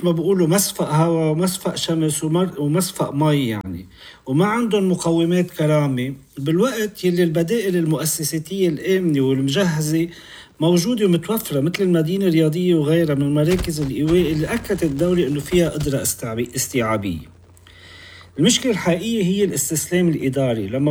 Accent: Beirut, Beirut Governorate, Lebanon; أنا اليوم عم أحكي بصفتي الشخصية كمواطن، كاستشاري، كبيروتي،

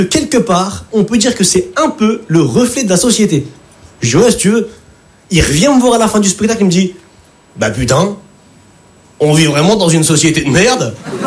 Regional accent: Lille, Hauts-de-France, France; now in Paris, France; Je viens d'arriver sur Paris, je viens de Lille.

